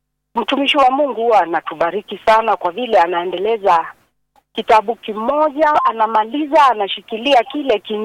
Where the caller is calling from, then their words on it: Kasolongo, Machakos County, Kenya; kutoka Kasolongo.